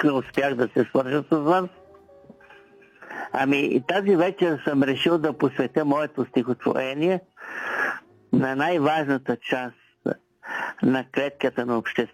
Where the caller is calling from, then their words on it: Vratsa, Vratsa Province, Bulgaria; съм от Враца.